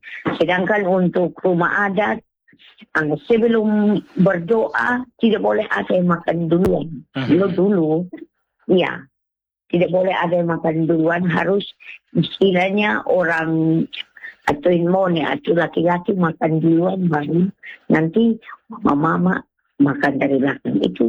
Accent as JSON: {"language": "Indonesian", "area": "South Central Timor", "region": "East Nusa Tenggara", "country": "Indonesia", "said": "kami orang Timur TTS juga ada satu hal, yaitu kebersamaan."}